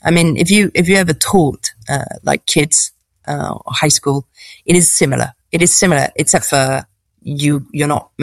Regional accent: United Kingdom; like I'm British, obviously it's my culture to like steal other people's culture.

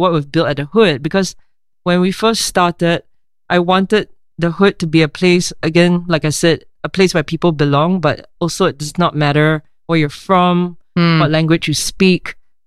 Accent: Singapore; now in Paris, France; I mean, most Singaporeans don't end up in Paris, I would say.

